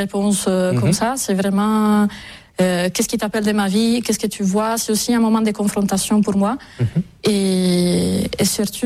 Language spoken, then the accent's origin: French; Sardinia, Italy; born there; French is a second language; moved away as an adult; Je suis née en Sardaigne. Mais à 18 ans, c'est le moment de choisir. Donc je suis partie à Rome pour faire mes études à l'Université de Rome.